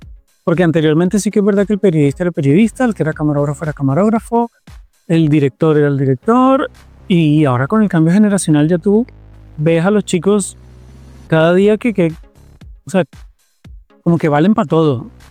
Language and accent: Spanish; Bogotá, Bogotá D.C., Colombia; also born or lived in Barranquilla; Bueno, yo me he criado la mayor parte en Bogotá. Soy nací en Barranquilla, pero me he criado la mayor parte en Bogotá.